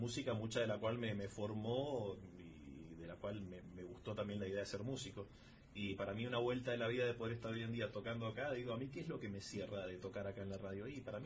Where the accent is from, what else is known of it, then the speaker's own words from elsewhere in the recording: Malargüe, Mendoza, Argentina; also born or lived in San Rafael; Soy concebido en San Rafael, gestado acá en Malargüe, nacido en San Rafael